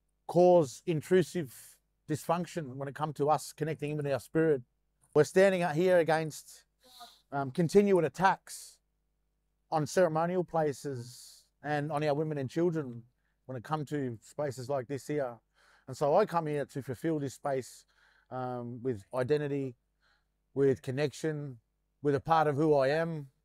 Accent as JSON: {"language": "English", "region": "Victoria", "country": "Australia", "said": "My mob come from the … line down through Gunai Kurnai country, and then we go up through the Western Districts, up through Gunichamara, Japarong."}